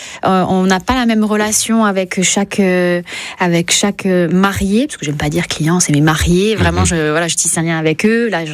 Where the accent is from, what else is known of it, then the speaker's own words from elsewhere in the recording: Porto-Vecchio, Corsica, France; now in Ajaccio, France; moi, je suis originaire de Porto Vic, donc voilà, j'aime beaucoup le sud. Je vis à Ajaccio, mais bien évidemment, je me déplace dans toute la Corse.